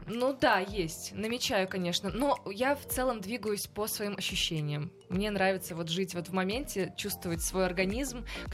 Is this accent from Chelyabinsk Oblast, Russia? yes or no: yes; Magnitogorsk, Chelyabinsk Oblast, Russia; мой родной город Магнитогорск.